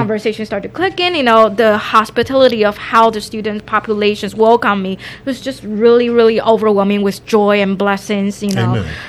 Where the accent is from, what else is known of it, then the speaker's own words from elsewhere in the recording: Taiwan; English is a second language; I'm from Taiwan, and in Taiwan we don't know much about refugee, but we're big on education